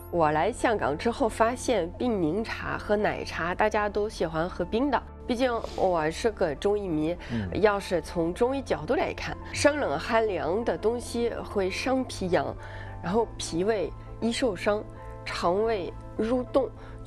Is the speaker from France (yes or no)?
yes; France; 我们法国人